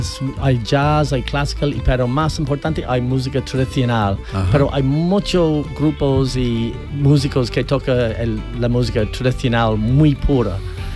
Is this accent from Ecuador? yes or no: no; Sligo, Connacht, Ireland; born there; Spanish is a second language; nací en Sligo.